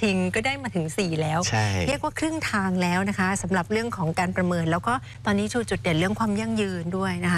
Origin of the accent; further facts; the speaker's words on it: Chonburi, Thailand; เกิดและโตที่นั่นมาครึ่งชีวิตเหมือนกันแต่ว่าไม่เคยไปค